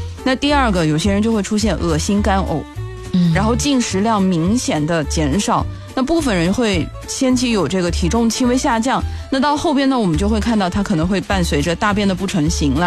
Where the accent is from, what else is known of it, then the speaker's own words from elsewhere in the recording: China; 那比如说像我们中国人很喜欢的就是给别人去夹菜